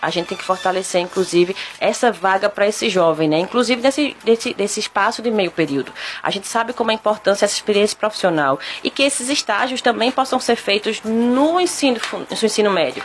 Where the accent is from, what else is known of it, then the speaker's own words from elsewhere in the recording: Caruaru, Pernambuco, Brazil; Caruaru, minha terrinha querida do coração